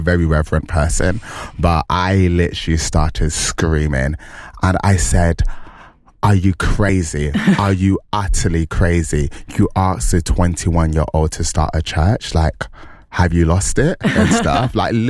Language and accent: English; Nigeria; So I was like, as a young black Nigerian guy